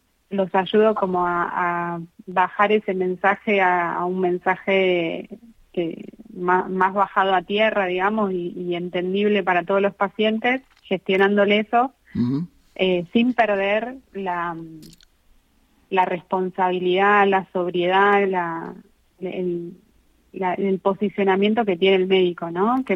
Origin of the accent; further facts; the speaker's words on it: Argentina; moved away as an adult; now in Las Palmas, Spain; primero soy argentina, no sé si se nota por cómo hablo.